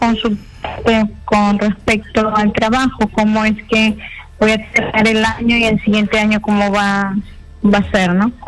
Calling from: Lambayeque, Peru; De la región Lambayeque.

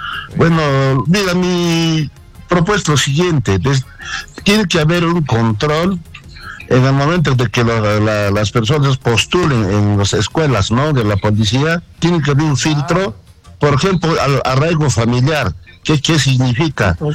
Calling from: Cusco, Peru; somos profesionales cusqueños

